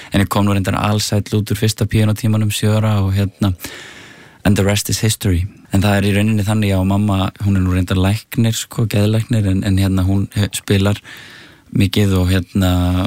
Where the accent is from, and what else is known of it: Árbær, Capital Region, Iceland; born or raised there